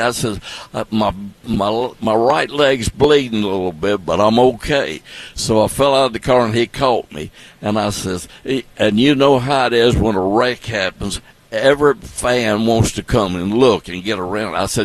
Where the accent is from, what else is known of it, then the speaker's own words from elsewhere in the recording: Nashville, Tennessee, United States; I grew up in West Nashville.